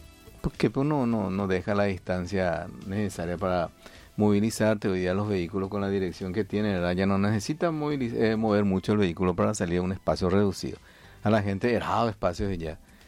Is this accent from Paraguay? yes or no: yes; Paraguay; somos los paraguayos